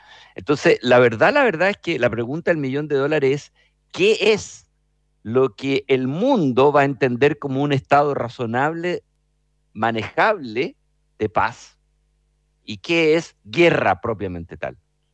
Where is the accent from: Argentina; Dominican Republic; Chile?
Chile; una cosa que es importante entender es que el precio que nosotros como chilenos pagamos es una mezcla entre el precio del petróleo y el valor de la divisa